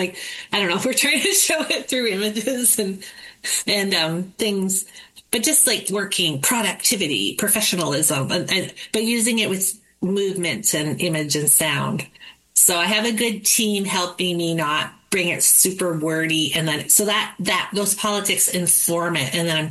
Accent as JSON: {"language": "English", "town": "Kamloops", "region": "British Columbia", "country": "Canada", "tie": "born or raised there", "said": "Because I love shitty metal, but I grew up in Kamloops."}